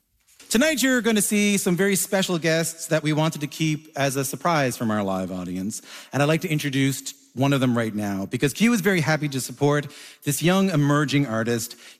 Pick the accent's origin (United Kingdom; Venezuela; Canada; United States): Canada; St. John's, Newfoundland and Labrador; the live episode we taped in my hometown of St. John's, Newfoundland and Labrador.